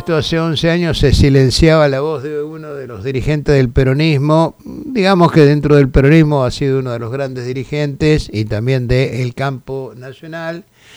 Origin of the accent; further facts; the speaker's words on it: Buenos Aires Province, Argentina; nuestra provincia de Buenos Aires